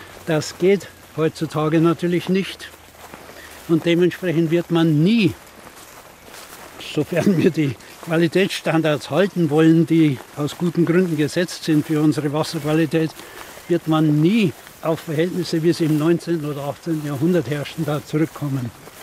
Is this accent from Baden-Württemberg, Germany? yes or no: no; Bavaria, Germany; Ja, in der Kindheit noch etwas weiter flussabwärts, so halbwegs nach Passau. Da war mein Heimatort und da war ich fast täglich draußen am Inn.